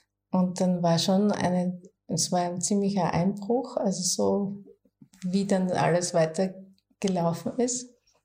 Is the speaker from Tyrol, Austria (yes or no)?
no; Gillersdorf, Styria, Austria; Okay, ja, mein Start war tatsächlich im ländlichen Raum, in einem kleinen Ort, der heißt Gillersdorf, an der Grenze Richtung Burgenland schon.